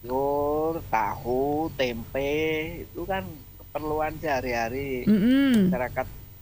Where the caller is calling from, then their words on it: East Java, Indonesia; Dekat dengan Gunung Ngelut.